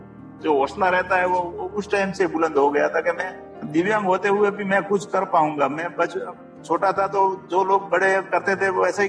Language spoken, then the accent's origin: Hindi; Rajasthan, India; now in Gujarat, India; ये हमारे यहाँ पे ऐसे तो मैं भी मारवाड़ प्रांत से हूँ, मेरे बुजुर्ग जो लोग हैं वो मारवाड़ से आए हुए हैं यहाँ पे गुजरात में